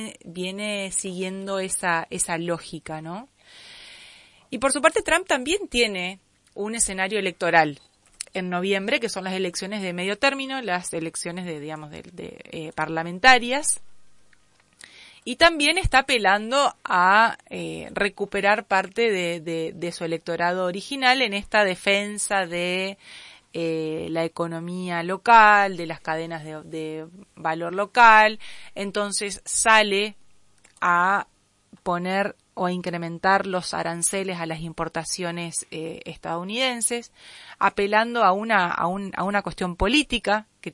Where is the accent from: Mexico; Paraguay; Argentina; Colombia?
Argentina; Me duele decir esto como argentina